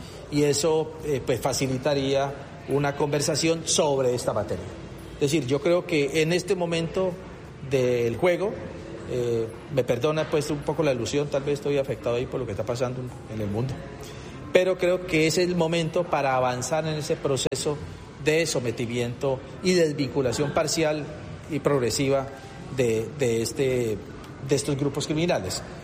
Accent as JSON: {"language": "Spanish", "town": "Buenaventura", "region": "Valle del Cauca", "country": "Colombia", "said": "que somos vallecaucanos, que somos de Buenaventura"}